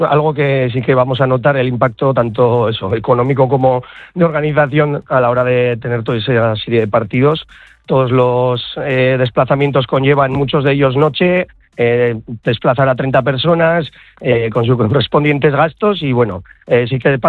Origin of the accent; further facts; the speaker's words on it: Tafalla, Navarre, Spain; cómo somos los navarros y cómo somos los de Tafalla